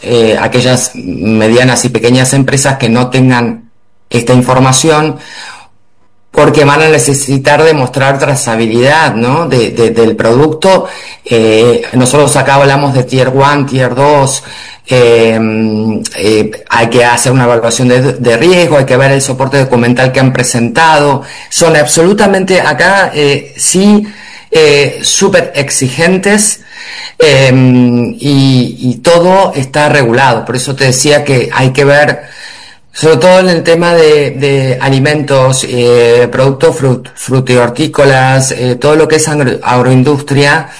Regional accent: Argentina; moved away as an adult; now in Europe; Yo soy argentina y hace 8 años que vivo acá en Europa

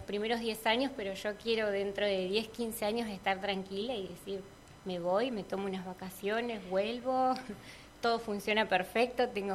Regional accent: Cipolletti, Río Negro, Argentina; Soy nacida y criada en Sipo

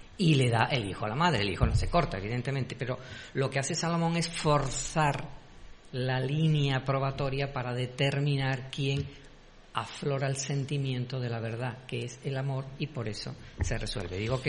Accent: Andalusia, Spain; nosotros que somos de Broa del Guadalquivir

